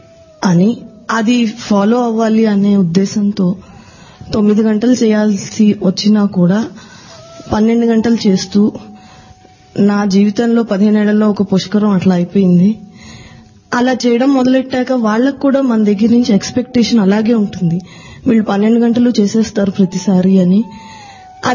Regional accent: Chennai, Tamil Nadu, India; నేను చెన్నై నుంచి వచ్చాను.

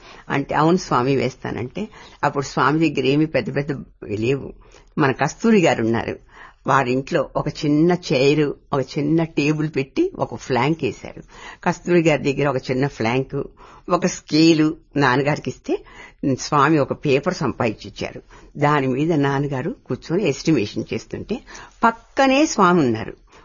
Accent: Puttaparthi, Andhra Pradesh, India; born there

